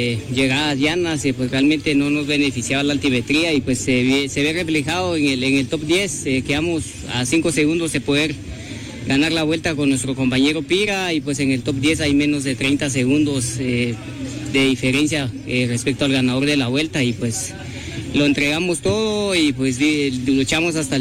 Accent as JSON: {"language": "Spanish", "country": "Guatemala", "said": "Realmente muy contento de poder terminar esta vuelta avantrado como mejor guatemalteco, y pues para mí siempre es un honor luchar por el equipo Hino, mis patrocinadores, mi familia y pues para toda Guatemala."}